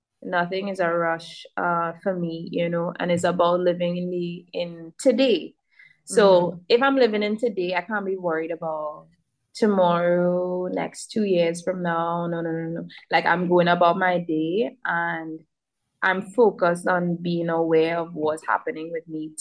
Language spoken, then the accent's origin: English; Trinidad & Tobago; growing up in the Caribbean and growing up in Trinidad and Tobago